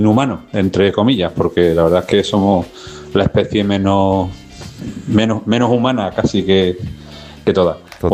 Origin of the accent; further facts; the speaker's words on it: Seville, Andalusia, Spain; De verdad, cierto … de Sevilla.